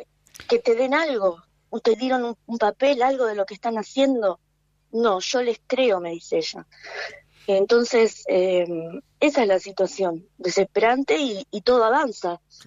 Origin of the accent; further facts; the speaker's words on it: Argentina; Yo soy argentina, tengo familia, toda mi familia es argentina